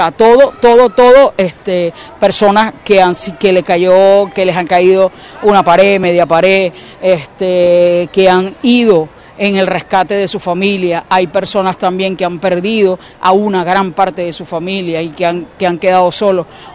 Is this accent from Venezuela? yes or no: yes; La Guaira, Venezuela; Yo soy guaireña y tengo apenas 3-4 meses que comencé a trabajar aquí en La Guaira, porque yo estaba en La Guaira, estaba en Barlovento, en Caracas